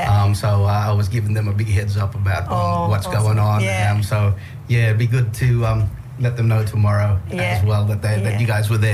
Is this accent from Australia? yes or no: yes; Kununurra, Western Australia, Australia; now in Derby, Australia; Because we're in Derby. I grew up in Kununurra, got family back in Kununurra.